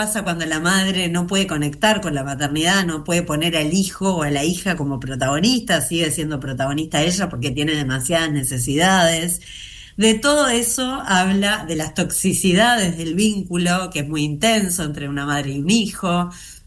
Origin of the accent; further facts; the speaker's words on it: Uruguay; soy una actriz uruguaya